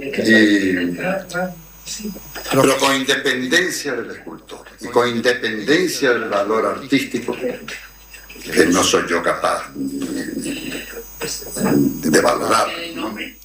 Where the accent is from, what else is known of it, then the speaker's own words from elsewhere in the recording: Canary Islands, Spain; yo soy de la generación del 68, soy canario y soy de izquierda